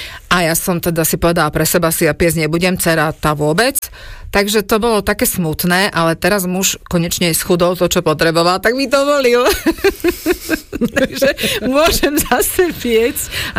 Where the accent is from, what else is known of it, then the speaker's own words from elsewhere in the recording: Bratislava, Bratislava Region, Slovakia; accent: Bratislava accent; veď ja som sem prišla ako Bratislavčanka.